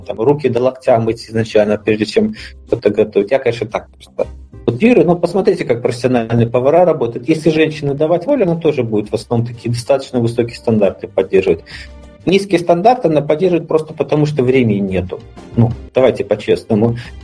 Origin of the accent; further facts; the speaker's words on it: Belarus; Я из Беларуси